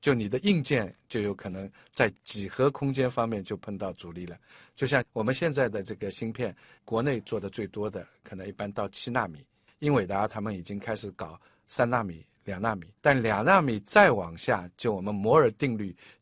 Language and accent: Chinese; China; 我们中国人